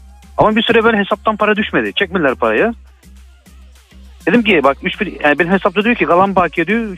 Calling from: Manisa, Turkey; Ben Manisa'dan arıyorum sizi de.

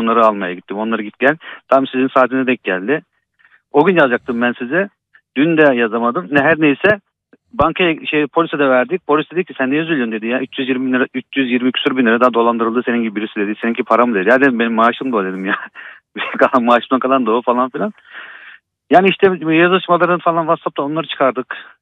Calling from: Manisa, Turkey; Ben Manisa'dan arıyorum sizi de.

